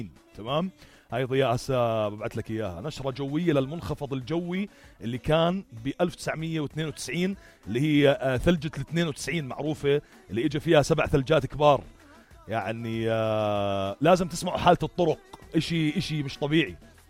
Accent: Jordan

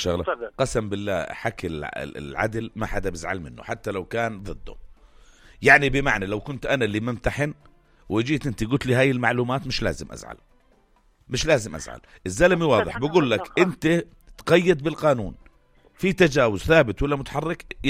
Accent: Jordan

